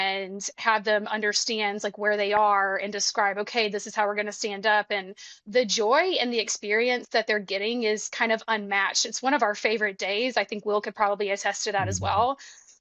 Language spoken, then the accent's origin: English; Alabama, United States